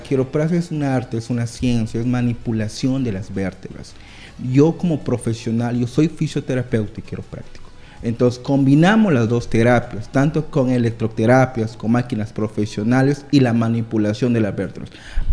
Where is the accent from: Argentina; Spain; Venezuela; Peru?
Peru; soy médico peruano. En Perú tenemos nuestro centro médico capacitado de la columna.